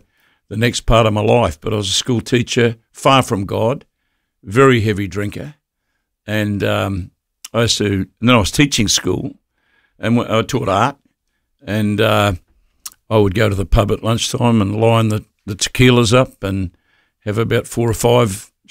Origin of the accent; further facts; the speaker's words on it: Bendigo, Victoria, Australia; as a boy, I grew up in Bendigo. My dad was in the army.